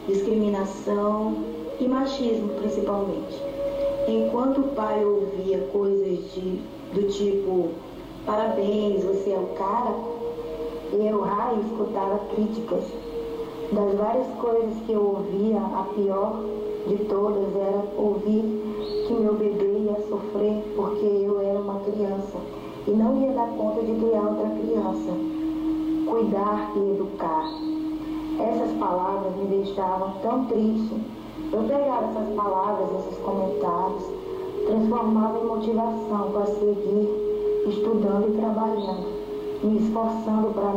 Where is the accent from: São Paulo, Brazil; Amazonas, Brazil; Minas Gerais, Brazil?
Amazonas, Brazil; Tabatinga; nasci em Tabatinga e moro aqui mesmo.